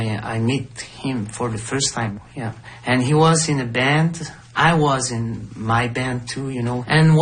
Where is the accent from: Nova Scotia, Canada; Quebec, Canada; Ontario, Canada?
Quebec, Canada; Mani-utenam; born there; And we are from the Innu Nation, both of us, you know. And Claude was born in Chauffeurville. I was born in Mariutenam, where we live now.